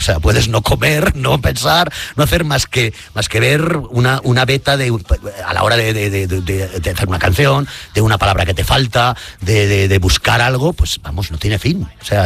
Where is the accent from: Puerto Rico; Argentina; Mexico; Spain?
Spain; Benetússer, Valencian Community; Chaplin, en Benetús, en mi pueblo. Aquí doy un saludo a todos mis paisanos, que tuvimos la mala fortuna de que nos pasó la dana ahí, que nos arrasó.